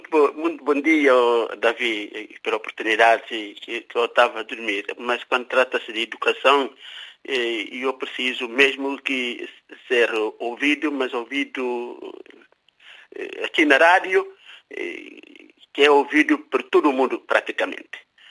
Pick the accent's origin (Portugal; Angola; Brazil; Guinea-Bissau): Guinea-Bissau; Portuguese is a second language; E nós, da Guiné